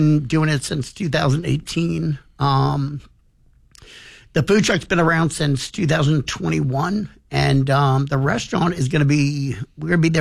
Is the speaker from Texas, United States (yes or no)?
no; New Orleans, Louisiana, United States; born there; moved away as an adult; also born or lived in Tuscaloosa, Alabama / Tennessee / Hyde Park, New York; kind of growing up in New Orleans